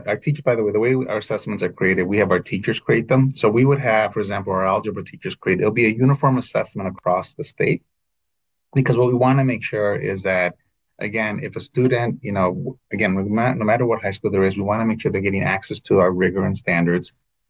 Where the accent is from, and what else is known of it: Illinois, United States; born or raised there; also born or lived in Texas / Nevada; now in Massachusetts, United States